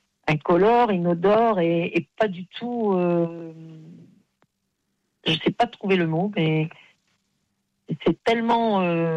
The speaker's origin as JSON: {"language": "French", "town": "Aix-en-Provence", "region": "Provence-Alpes-Côte d'Azur", "country": "France", "said": "Bon, moi, je l'ai connu, hein, j'étais d'Aix-en-Provence"}